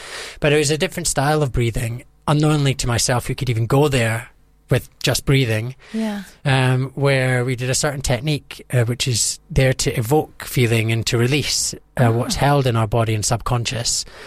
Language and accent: English; Scotland, United Kingdom; she was from New York. I'm from Scotland, so there's a bit of cultural differences as well.